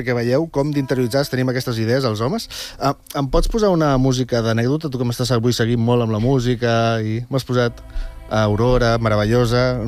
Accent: Viladecans, Catalonia, Spain; A la meva escola de Viladecans, on, com totes les escoles

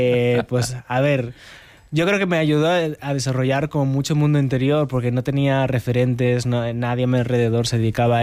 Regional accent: A Guarda, Galicia, Spain; now in Madrid, Spain; Pero yo no sabía que mi pueblo era tan conocido hasta que llegué a Madrid.

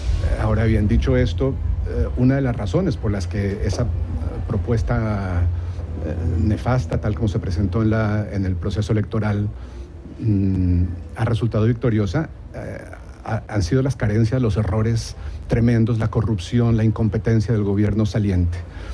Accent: Colombia; moved away

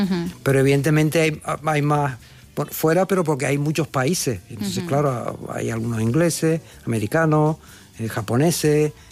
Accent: Santa Cruz de Tenerife, Canary Islands, Spain; born there; now in Madrid, Spain; Soy nací en Tenerife, sí. Mira el acento que tengo

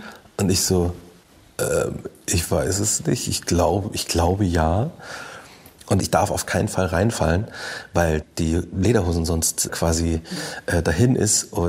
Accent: Bavaria, Germany; accent: Bavarian

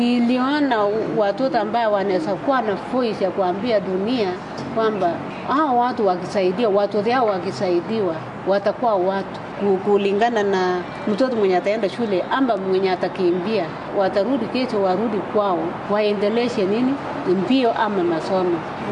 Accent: West Pokot County, Kenya; sababu mimi natoka upande wa West Bogot. Hakuna mwenye alikuwa naona msichana kutoka West Bogot anaweza fungua mlango ama anaweza pikana na watu dunia.

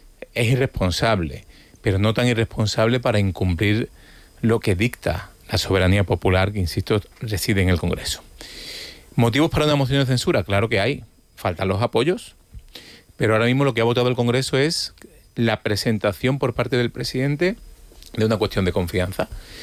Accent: Andalusia, Spain; Yo vengo de Andalucía.

